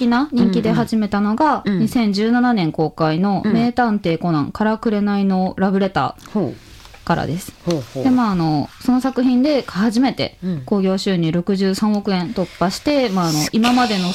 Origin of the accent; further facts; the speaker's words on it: Kansai, Japan; 関西人としてはありえない関西弁使ってたりするので、